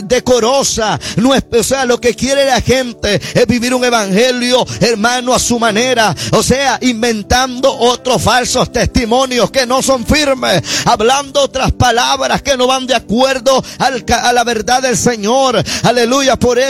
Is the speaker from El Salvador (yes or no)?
yes; El Salvador; como buen salvadoreño se lo decimos